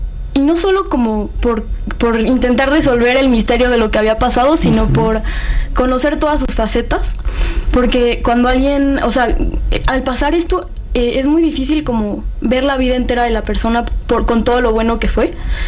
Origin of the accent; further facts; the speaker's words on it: Puebla, Mexico; Mi mamá, sí, también. Vive en Puebla, somos todos de Puebla.